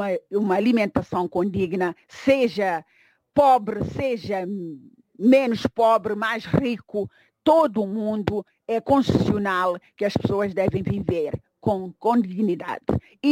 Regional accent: Cape Verde; Em relação aos outros países lusófonos, como Portugal, que eu conheço e bem, muito melhor do que o meu país de origem, que é Cabo Verde

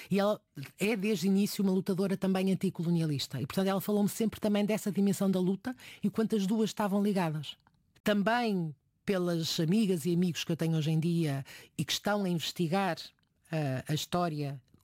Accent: Porto, Norte, Portugal; eu sou do Porto.

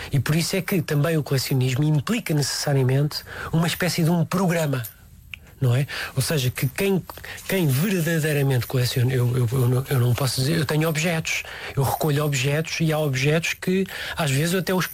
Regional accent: Queluz, Lisbon, Portugal; also born or lived in Tomar / Margem Sul / Brunei; now in Viseu, Portugal; Após eu nasci em Tomar, fiz a minha infância e juventude na zona de Queluz, depois fiz a minha idade de jovem adulto na Margem Sul, depois mudei-me para a zona de Lisboa Norte e depois mudei-me para o Brunei

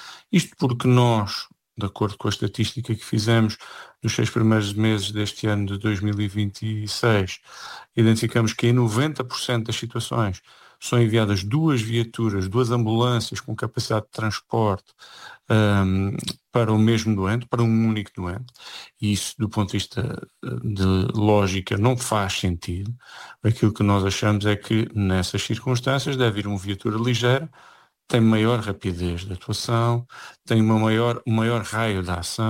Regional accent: Portugal; esperamos todos nós, enquanto portugueses, que o Parlamento tome as melhores decisões para o país.

